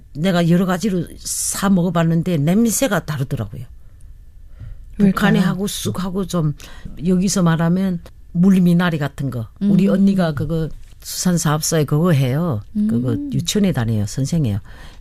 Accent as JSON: {"language": "Korean", "country": "North Korea", "tie": "born or raised there", "lives_now": "South Korea", "said": "북한에는 그저 그저 젓갈 같은 거 그저 이렇게 젓었다가 그저 거기다가 그저 고춧가루에다 네. 네. 한 맛이야. 그래도 내 고향 김치 돼서 맛있어요."}